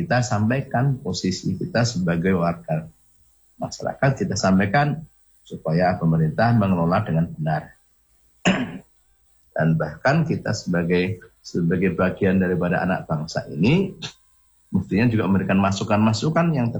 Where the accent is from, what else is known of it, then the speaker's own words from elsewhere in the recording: Lampung, Indonesia; Kita baca sejarahnya bahwa memang tidak kita pungkiri para pendahulu kita, orang Lampung ini juga banyak yang berjuang untuk menjadi negeri yang merdeka